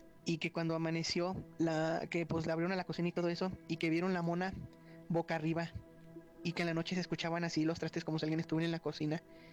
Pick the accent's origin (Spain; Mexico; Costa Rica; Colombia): Mexico; San Francisco del Rincón, Guanajuato; de San Francisco del Rincón, Guanajuato.